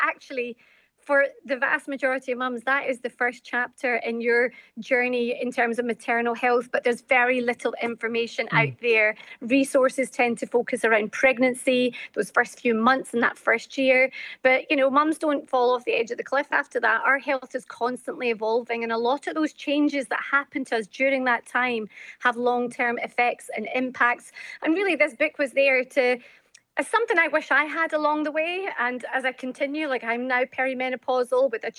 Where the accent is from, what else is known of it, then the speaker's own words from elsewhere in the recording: Glasgow, Scotland, United Kingdom; I grew up in the West End of Glasgow, a wee tenement flat. Had all my granny and granddad, my uncle, my auntie, all of us in this little flat.